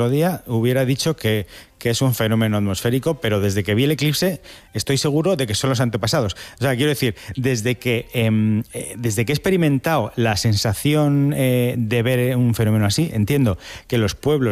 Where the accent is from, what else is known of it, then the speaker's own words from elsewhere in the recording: Spain; ¿Por qué no son tan horteras como somos los españoles cuando nos hacemos ricos de golpes?